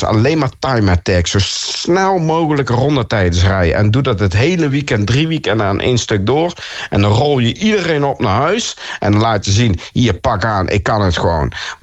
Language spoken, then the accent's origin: Dutch; Netherlands; we doen het nog steeds gewoon heel goed als Nederlanders zijnde.